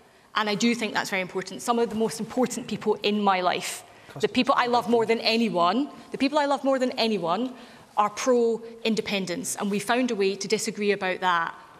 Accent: Scotland, United Kingdom; As Scots, I'm as Scottish as anybody who wants independence

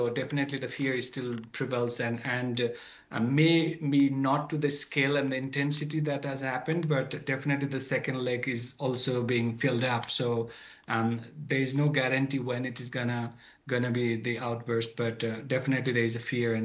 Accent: Rasua, Bagmati, Nepal; Well, since I come from Rasua, the search and rescue operation is still critical

